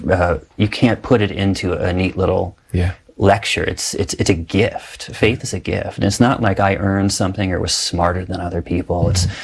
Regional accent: St. Louis, Missouri, United States; And I said, well, I'm from St. Louis.

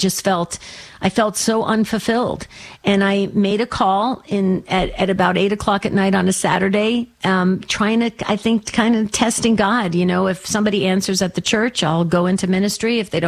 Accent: New Jersey, United States; born or raised there; moved away as an adult; now in Arizona, United States

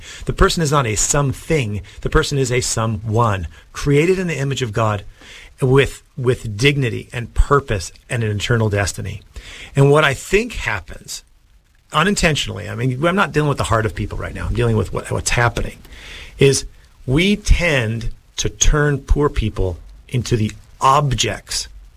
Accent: United States; I'm an American. I love America.

